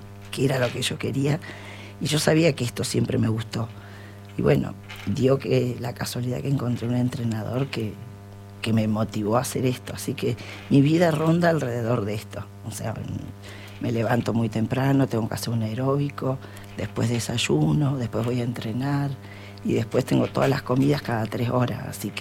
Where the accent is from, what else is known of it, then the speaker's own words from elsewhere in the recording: Argentina; now in Zapala, Argentina; soy la única argentina que compite con esta edad.